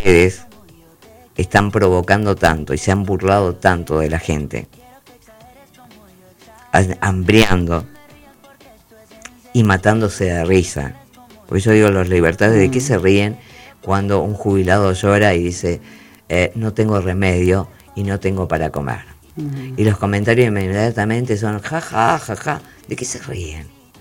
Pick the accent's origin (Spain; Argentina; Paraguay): Argentina; nosotros como argentinos y argentinas